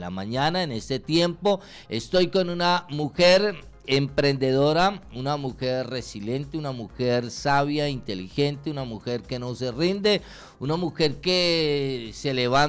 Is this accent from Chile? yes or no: no; Colombia; born there; nos da ejemplo a todos los que sí nacimos aquí en Colombia.